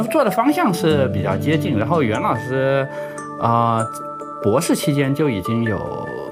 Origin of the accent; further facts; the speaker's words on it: China; moved away as an adult; also born or lived in France; 一个是我觉得还是我们都在中国长大